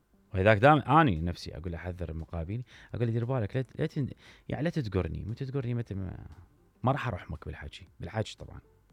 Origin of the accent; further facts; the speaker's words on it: Iraq; واحنا نحب هاي المنطقه كعراقيين، نحب هاي منطقه التخيل